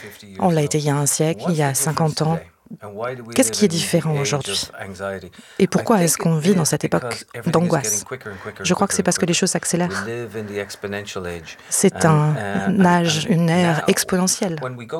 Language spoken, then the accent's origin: French; Ireland; Mais moi, j'ai grandi en Irlande.